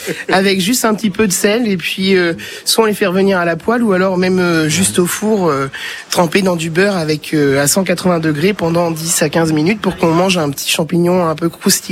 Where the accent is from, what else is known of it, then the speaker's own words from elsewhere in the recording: Issoudun, Centre-Val de Loire, France; also born or lived in Châteauroux; Ça fait 28 ans que je suis Issoudun. Je suis né sur Châteauroux, mais j'ai toujours habité Issoudun.